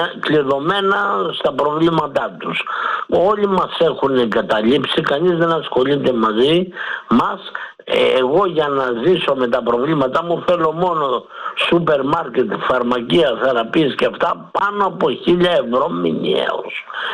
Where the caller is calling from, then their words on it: Aigaleo, Attica, Greece; είμαι από το Εγάλιο